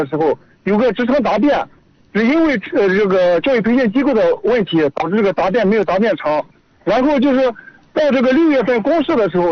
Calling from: Yuncheng, Shanxi, China; 我是咱山西运城盐湖区的。

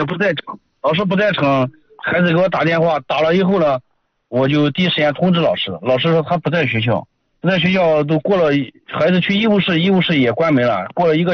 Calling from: Wenxi County, Shanxi, China; 我是咱文喜县的。

